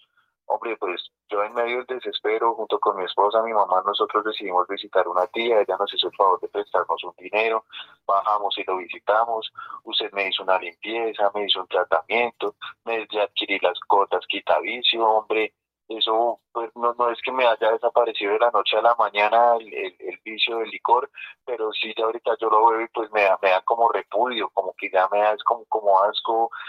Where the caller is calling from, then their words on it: Ibagué, Tolima, Colombia; yo lo llamo de aquí, Ibagué, Tolima.